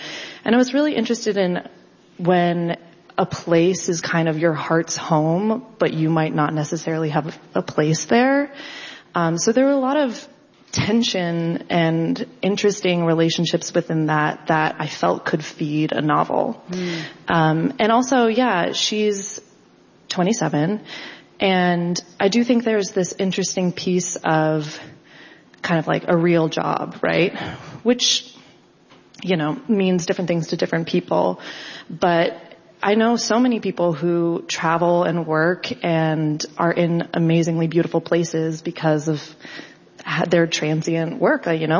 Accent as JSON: {"language": "English", "town": "Warwick", "region": "Rhode Island", "country": "United States", "moved": "yes", "lives_now": "New Hampshire, United States", "said": "I'm from Warwick, Rhode Island."}